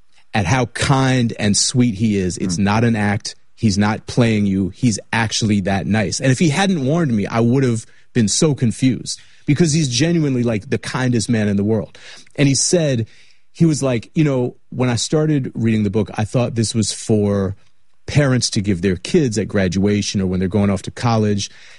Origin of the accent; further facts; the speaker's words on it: Boston, Massachusetts, United States; I'm from Boston and I grew up watching Cheers